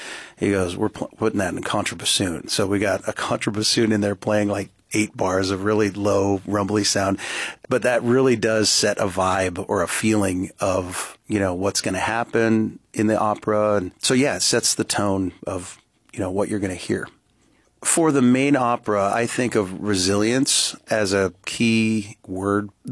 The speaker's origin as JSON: {"language": "English", "town": "Sitka", "region": "Alaska", "country": "United States", "said": "I am from Sitka"}